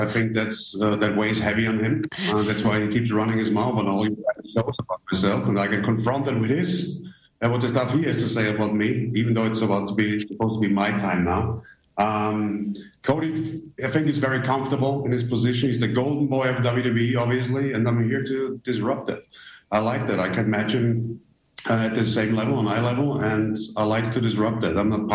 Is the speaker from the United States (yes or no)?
no; Austria; moved away; I grew up in Austria, which is just right next door. I'm a proud European